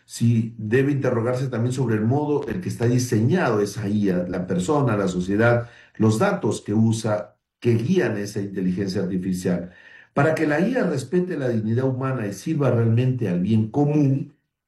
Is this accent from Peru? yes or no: yes; Tumbes, Peru; Recuerdo que hace mucho tiempo, les cuento algo muy personal, yo soy de Tumbes, en el norte